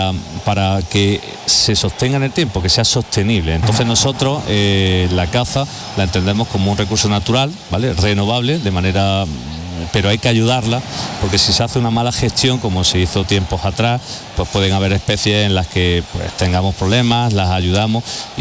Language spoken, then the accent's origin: Spanish; Jaén province, Andalusia, Spain; somos la provincia de Andalucía con mayor número de extensión en parques naturales.